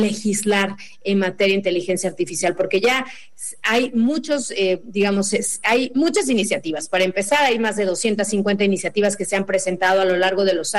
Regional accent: Oaxaca, Mexico; en estados como Oaxaca, de donde yo soy, bueno, con una gran diversidad cultural, lingüística, comunitaria

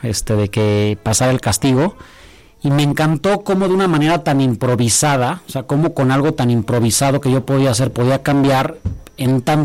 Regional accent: Mexico; somos de México

